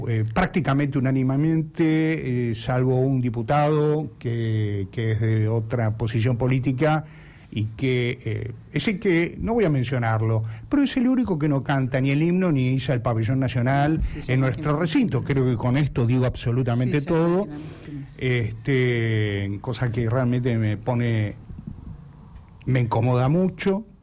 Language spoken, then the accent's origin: Spanish; Argentina